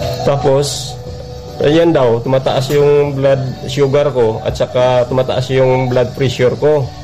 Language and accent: Tagalog; Western Visayas, Philippines; Abiera Sebastian Antique.